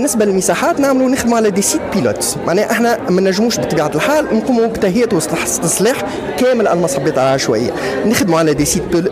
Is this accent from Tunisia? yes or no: yes; Tunisia